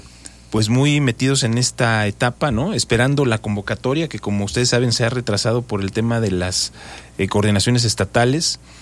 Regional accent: Cuernavaca, Morelos, Mexico; Yo pues nací aquí en el 71, soy originario aquí de Cuernavaca

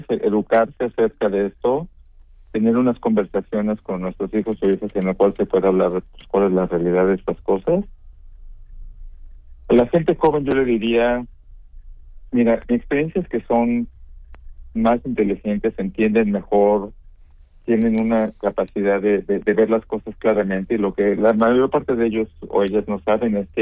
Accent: Mexico; born or raised there

